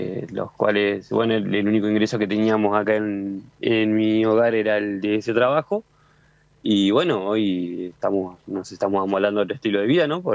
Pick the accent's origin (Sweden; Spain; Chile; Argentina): Argentina; Concepción del Uruguay, Entre Ríos; Yo soy de Concepción del Uruguay, Entre Ríos